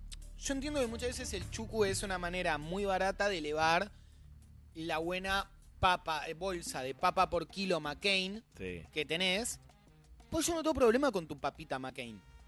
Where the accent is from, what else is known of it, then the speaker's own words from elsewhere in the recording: Buenos Aires, Argentina; los porteños son el peor, el peor problema de Capital Federal, somos es Capital Federal